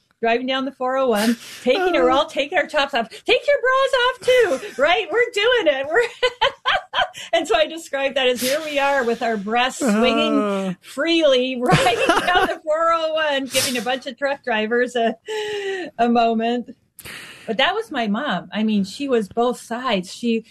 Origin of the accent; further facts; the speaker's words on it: Canada; My daughter was very close to my mom, even though I am Canadian. All of my family lives in Canada